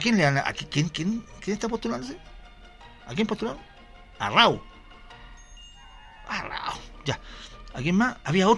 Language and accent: Spanish; Estación Central, Santiago Metropolitan Region, Chile; Yo soy de Estación Central